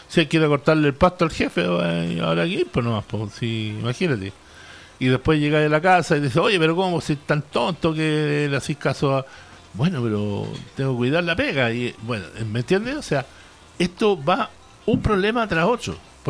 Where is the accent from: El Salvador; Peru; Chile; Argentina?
Chile; somos chilenos